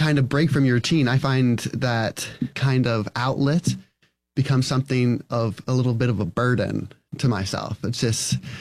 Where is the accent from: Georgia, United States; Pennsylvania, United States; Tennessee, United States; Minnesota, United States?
Pennsylvania, United States; Philadelphia; I am from Pennsylvania, just around the Philly area.